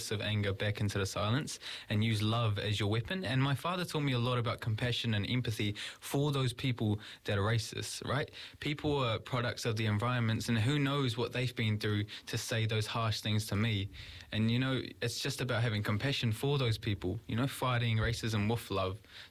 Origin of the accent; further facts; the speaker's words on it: Hastings, Hawke's Bay, New Zealand; experiencing this in Hastings and Hawke's Bay